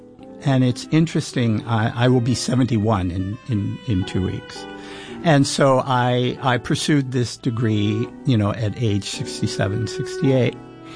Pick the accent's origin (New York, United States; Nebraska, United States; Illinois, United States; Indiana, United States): New York, United States; New York City; now in Rochester, United States; And I'm from the South Bronx in New York City, and I come from poverty. I'm from the Fort Apache area in the Bronx, and was lucky to be able to leave there.